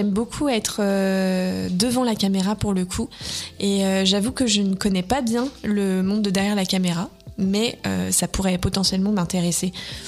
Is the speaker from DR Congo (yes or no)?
no; Troyes, Grand Est, France; j'ai 28 ans, je suis comédienne au théâtre, au cinéma et en doublage. Je suis originaire de Troyes, j'ai toujours vécu ici